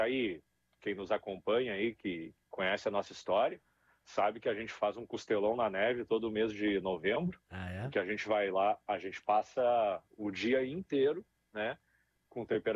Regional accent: Santo Antônio da Patrulha, Rio Grande do Sul, Brazil; now in Norway; Eu sou de Santo Antônio da Patrulha, uhum, aí pertinho, terra da rapadura, né?

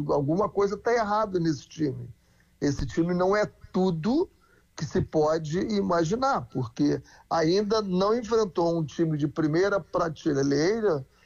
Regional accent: Brazil; e não é porque eu sou brasileiro que eu estou falando isso

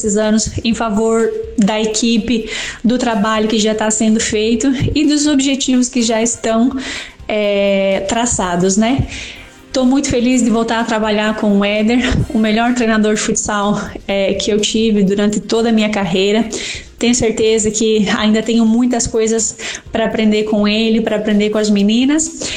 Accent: Chapecó, Santa Catarina, Brazil; moved away as an adult; essa volta para Chapecó, com a volta para minha terra

